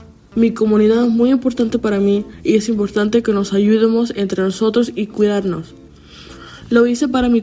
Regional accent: Chicago, Illinois, United States; Yo nací y crecí en Chicago, crecí viendo los eloteros, paleteros y los trabajadores que vinieron para una vida mejor.

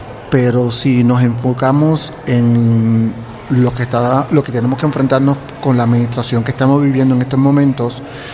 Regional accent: Puerto Rico; now in Lancaster, United States; Originalmente soy de Puerto Rico, pero vivo actualmente en Lancaster, Pensilvania

